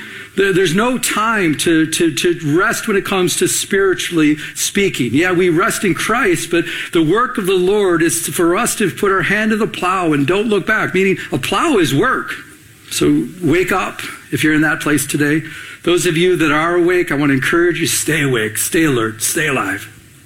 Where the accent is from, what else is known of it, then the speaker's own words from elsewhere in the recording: Michigan, United States; growing up in Michigan, there's a lot of lakes, and one of the places I would go to is the beach. It was Metro Beach there at Lake St. Clair.